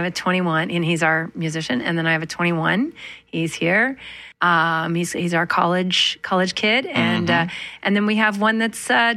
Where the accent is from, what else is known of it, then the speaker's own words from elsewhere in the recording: Manitoba, Canada; Growing up in Manitoba, I always tell this story.